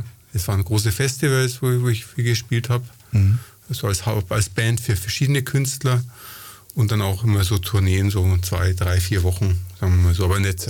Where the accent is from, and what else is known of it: Nuremberg, Bavaria, Germany; born there; also born or lived in Ingolstadt